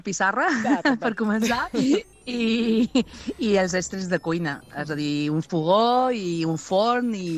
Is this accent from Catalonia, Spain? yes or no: no; Balearic Islands, Spain; moved away as an adult; now in Ibiza, Spain; jo som mallorquina, però fa més de 25 anys que som a Eivissa.